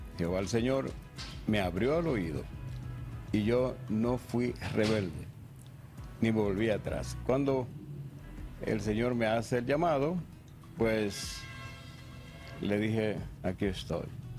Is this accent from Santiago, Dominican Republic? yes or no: no; Baní, Peravia, Dominican Republic; born there; Bueno, nací aquí en Baní.